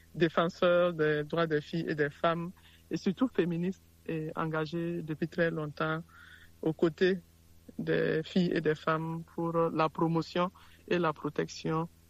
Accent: Burkina Faso; comme indiqué. Je suis burkinabé.

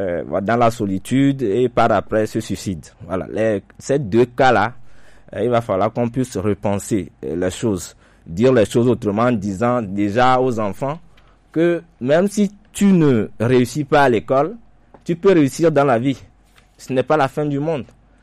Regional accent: Togo; nous, en tant que Togolais

